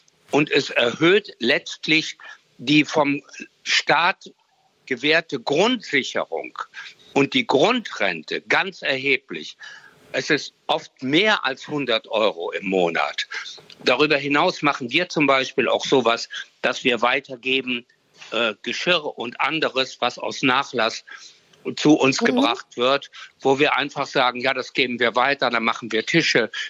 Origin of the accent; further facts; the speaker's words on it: Lower Saxony, Germany; ich komme aus Niedersachsen